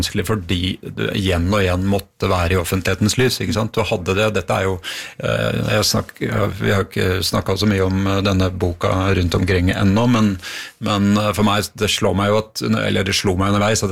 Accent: Bjerkvik, Nordland, Norway; born or raised there

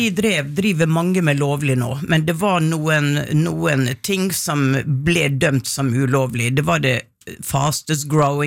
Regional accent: Western Norway, Norway; now in Oslo, Norway; jeg er fra Vestlandet. Jeg er vokst opp med grundeforeldre.

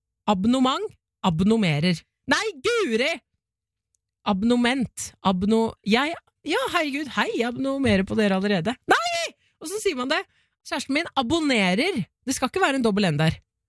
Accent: China; Norwegian is a second language; now in Norway; Jeg har begynt å pakke ut nå, jeg er fra Kina.

